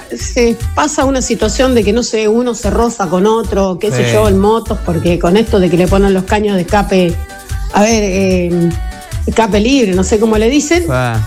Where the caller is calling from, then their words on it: Junín, Buenos Aires Province, Argentina; de Junín.